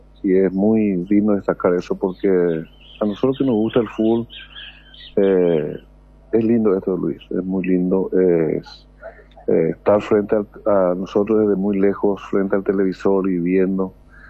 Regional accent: Paraguay; nos satisface eso como paraguayo.

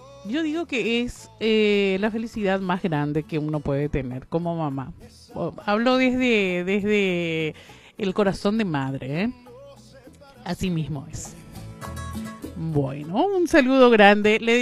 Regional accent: Paraguay; porque soy paraguayo y que no puedo pasar a esta hora.

